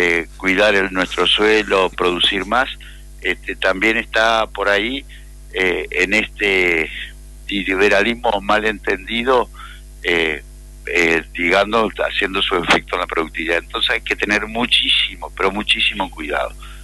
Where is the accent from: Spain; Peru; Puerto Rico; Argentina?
Argentina; somos los argentinos